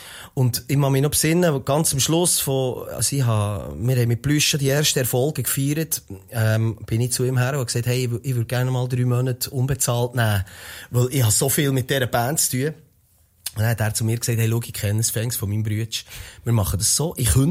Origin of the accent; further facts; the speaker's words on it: Interlaken, Bern, Switzerland; ich komme von Interlaken. Interlaken ist zwischen Thuner und Brienzersee den meisten Leuten als riesen Touristenort bekannt.